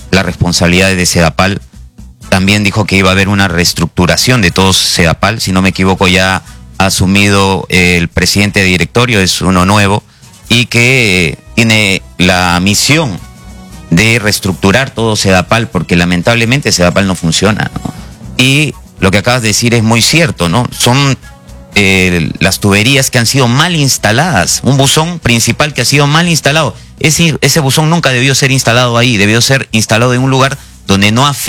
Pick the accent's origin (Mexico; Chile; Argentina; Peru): Peru; Apurímac; born there; now in Lima, Peru; Yo soy apurimeño, nacido allá. Mis padres vinieron jóvenes a Lima Sur, a Villa El Salvador